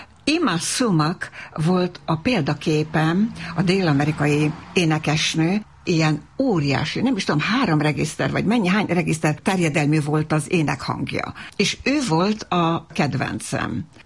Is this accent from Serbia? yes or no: yes; Novi Sad, Vojvodina, Serbia; Hát Újvidéken, a városban nőttem fel, szerb környezetben, tehát az utcán szinte ugyanabban az időben tanultam meg magyarul is, meg szerbül is, tehát ez a két nyelvűség az olyan természetes volt